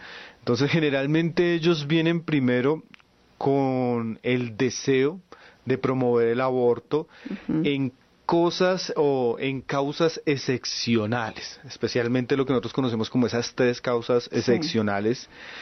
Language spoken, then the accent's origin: Spanish; Colombia